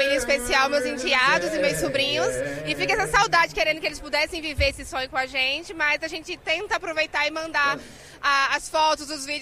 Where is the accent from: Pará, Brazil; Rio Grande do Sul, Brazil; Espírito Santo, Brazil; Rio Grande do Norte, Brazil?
Rio Grande do Norte, Brazil; Natal; moved away; O problema é esse, que eu sou de Natal, mas moro aqui. Em janeiro tá menos 25.